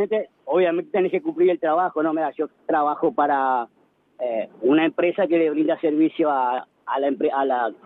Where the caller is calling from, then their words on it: Alejandro Korn, Buenos Aires Province, Argentina; soy de Alejandro Corde, Zona Sur, de Buenos Aires, camionero.